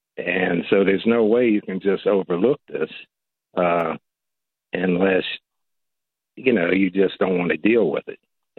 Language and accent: English; Washington, District of Columbia, United States; I grew up in the Washington, D.C. area.